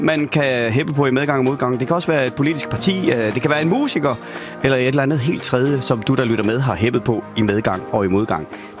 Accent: Central Denmark Region, Denmark; Jeg er jo fra Vestjylland

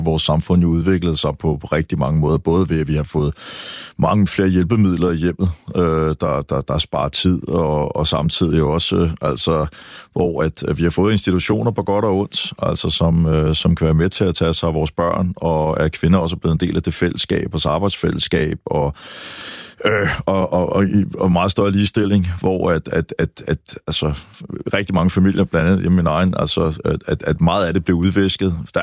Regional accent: Bagsværd, Capital Region of Denmark, Denmark; also born or lived in Holte / Nørrebro / Florida; now in Øresund coast, Denmark; jeg er vokset op ved Bagsvær Sø, og kigget på søen siden jeg var lille, så flyttede jeg til Holte og ned til en sø, altså da jeg selv sådan flyttede hjemmefra, jeg var lige forbi Nørrebro 10 år, altså så var ikke meget sø

